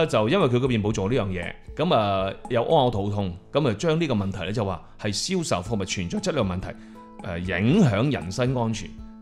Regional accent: Dongguan, Guangdong, China; 你平時我哋東莞人食荔枝咧，好多人係都用手搣

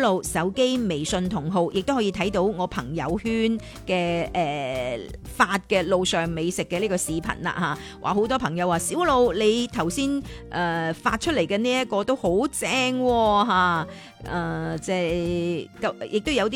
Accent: Enping, Guangdong, China; 我今天呢就是发了中秋节我们的家乡江门恩平食乜嘢美食？

